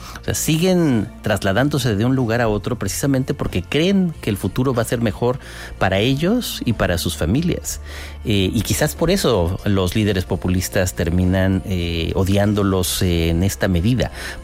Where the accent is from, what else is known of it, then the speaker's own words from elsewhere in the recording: Mexico; moved away as an adult; now in Spain; soy mexicano y soy español, porque español. Uno puede ser muchas cosas simultáneamente, pero bueno, en cualquier caso, sí. La mía es una historia privilegiada de migración, de venir a estudiar primero en España y luego de pasar muchos años aquí